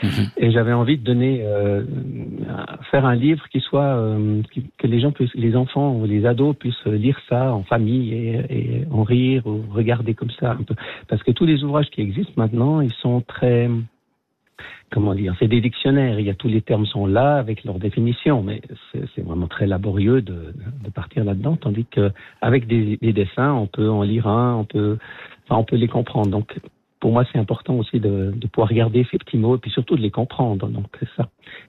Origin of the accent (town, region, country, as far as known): Vaud, Switzerland